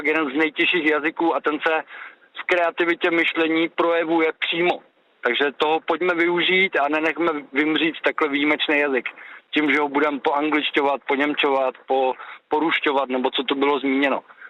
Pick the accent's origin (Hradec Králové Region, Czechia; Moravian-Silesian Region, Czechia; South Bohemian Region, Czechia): South Bohemian Region, Czechia; Prachatice; Já jsem z Prachatická.